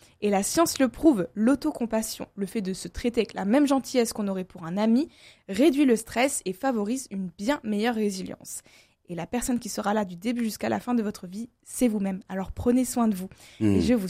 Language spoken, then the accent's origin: French; France; Mais nous sommes français.